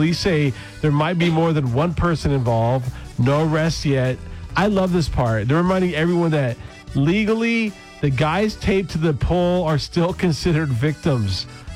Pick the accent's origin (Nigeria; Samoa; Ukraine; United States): United States